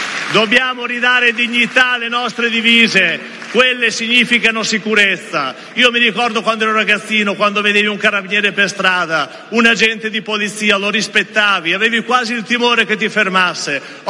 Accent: Modena, Emilia-Romagna, Italy; also born or lived in Ferrara

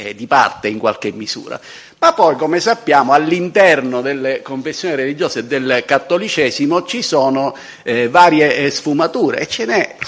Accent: Catania, Sicily, Italy; lo dico da catanese come il consigliere Bisogni

